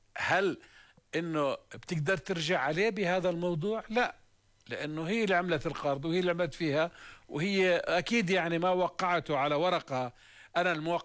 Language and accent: Arabic; Jordan; نحن كأردنيين كمجتمع أردني